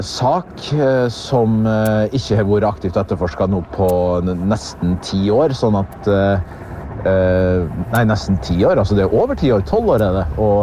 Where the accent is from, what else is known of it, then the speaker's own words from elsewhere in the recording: the district, Møre og Romsdal, Norway; also born or lived in Molde; en fast lytter som hadde hørt på dialekten min at vi var fra distriktet.